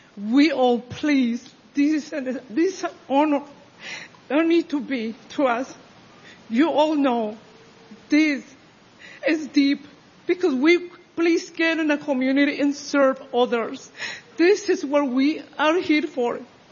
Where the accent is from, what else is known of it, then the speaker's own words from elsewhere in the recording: Honduras; moved away as an adult; now in United States; I come from deep, deep poverty. I am from Honduras.